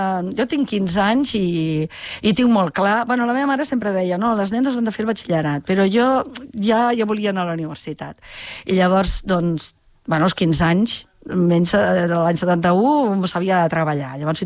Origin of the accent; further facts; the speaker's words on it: Vilanova de Segrià, Catalonia, Spain; Sí, jo vaig néixer a Vilanova de Segrià, que està molt a propet de Lleida Capital, però dic que sóc de les Terres de Ponent